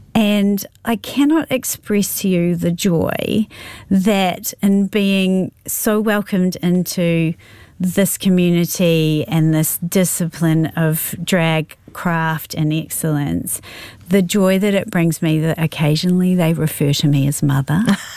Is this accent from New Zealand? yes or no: yes; New Zealand; who you are as a New Zealander